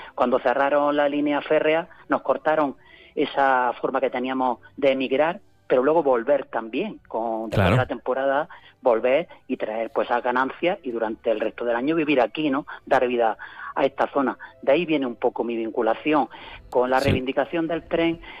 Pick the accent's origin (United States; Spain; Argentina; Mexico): Spain; Baza, Andalusia; concejal aquí en mi ciudad, en mi tierra, vamos, para mí era lo más grande. Y yo, cuando tomé posesión, dije que una de mis metas como concejal del Ayuntamiento de Baza